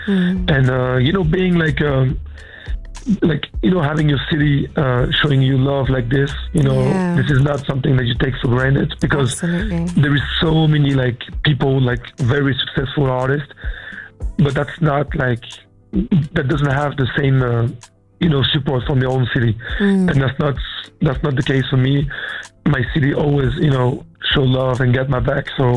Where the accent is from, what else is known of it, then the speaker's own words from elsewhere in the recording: Île-de-France, France; You know, I grew up in outside of Paris, you know, in the hood